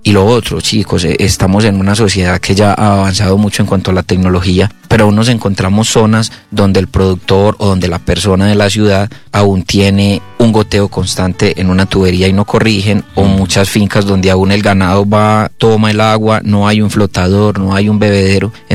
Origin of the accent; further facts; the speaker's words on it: Santa Rosa de Osos, Antioquia, Colombia; Yo soy una persona de Santa Rosa de Osos, criada en veredas de Santa Rosa de Osos y preparada en Santa Rosa de Osos.